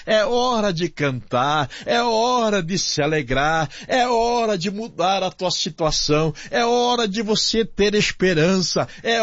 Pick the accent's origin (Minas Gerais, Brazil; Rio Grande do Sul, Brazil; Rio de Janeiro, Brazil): Rio Grande do Sul, Brazil; Carazinho; now in São Paulo, Brazil; Sou gaúcho, da cidade de Carazinho, Rio Grande do Sul